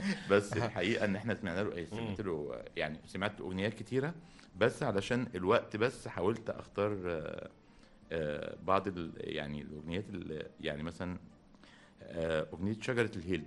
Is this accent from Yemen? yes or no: no; Egypt; عندنا في مصر